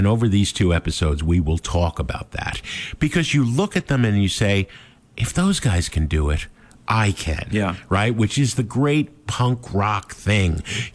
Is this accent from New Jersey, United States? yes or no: yes; Jersey City, New Jersey, United States; also born or lived in Hoboken; So I grew up in Jersey City and Hoboken.